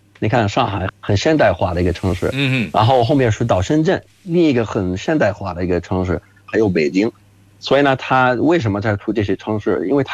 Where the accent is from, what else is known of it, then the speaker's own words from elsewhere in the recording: Jordan; Chinese is a second language; moved away; 我是来自约旦的